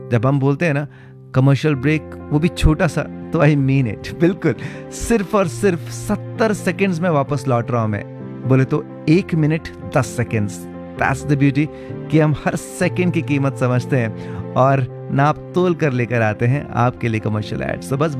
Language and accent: Hindi; Delhi, India; दिल्ली दा सोना रंगला मुंडा